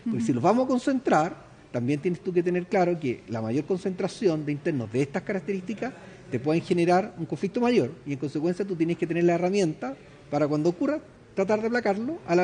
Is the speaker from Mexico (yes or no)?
no; Chile